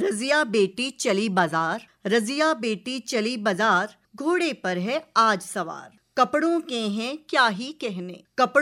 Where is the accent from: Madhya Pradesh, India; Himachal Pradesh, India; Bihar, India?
Himachal Pradesh, India; Guler; born there; moved away; हमारे गांव गुलेर पे ही एक कविता है।